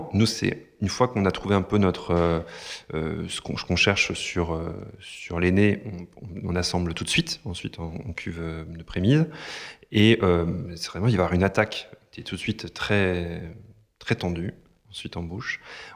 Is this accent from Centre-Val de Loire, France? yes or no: yes; Sancerre, Centre-Val de Loire, France; born there; now in Languedoc, France; Moi, je suis né à Sancerre